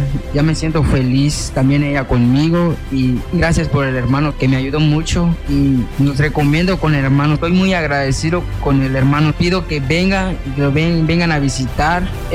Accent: Mérida, Yucatán, Mexico; now in Chetumal, Mexico; Yo no soy de acá, soy de Mérida

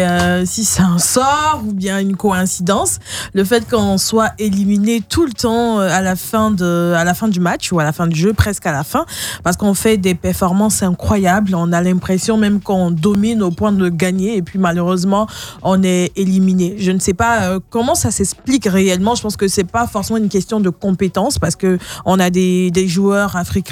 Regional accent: Côte d’Ivoire; Je dis la Côte d'Ivoire parce que je suis ivoirienne.

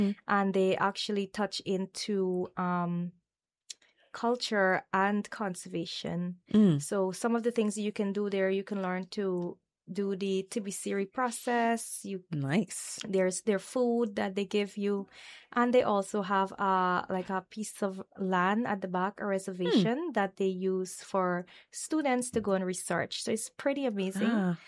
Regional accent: Guyana; accent: village accent; English is a second language; So when I first moved out of the village, I had my village accent, indigenous peoples.

